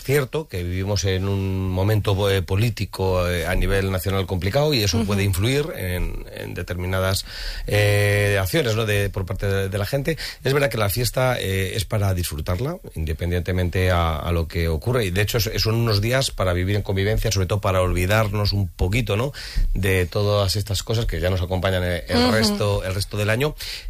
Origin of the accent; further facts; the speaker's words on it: Romancos, Castilla-La Mancha, Spain; haber sido el alcalde de mi pueblo, que es Romancos